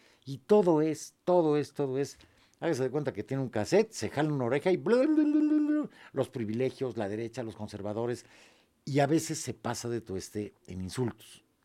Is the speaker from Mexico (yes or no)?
yes; Mexico; yo soy Pueblo de México, ¿eh? Toco en la guitarra música popular, me gusta la comida popular, y pueblo este país, y trabajo en este país, pago impuestos en este país